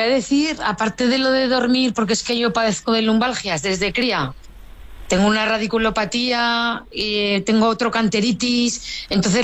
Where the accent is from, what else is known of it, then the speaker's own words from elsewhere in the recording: Bárdenas, Aragon, Spain; visualizando la cima y la foto que quería traer aquí a mi pueblo, o sea, a Bárdenas.